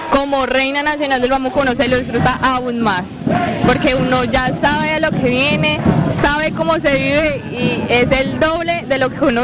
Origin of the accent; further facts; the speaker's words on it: Huila, Colombia; todo mi pueblo Pitán